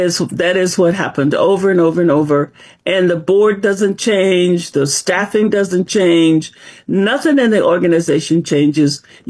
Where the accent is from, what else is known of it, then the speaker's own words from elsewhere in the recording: El Dorado, Arkansas, United States; moved away as an adult; also born or lived in California, United States; now in Georgia, United States; I was born in El Dorado, Arkansas. I lived in Arkansas until I was 18, left there, mm-hmm. went to California to college